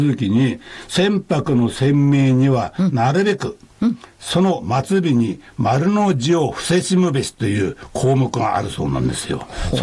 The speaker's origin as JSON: {"language": "Japanese", "town": "Kesennuma", "region": "Miyagi", "country": "Japan", "tie": "born or raised there", "moved": "yes", "lives_now": "Wakkanai, Japan", "said": "私のふるさとの気仙沼"}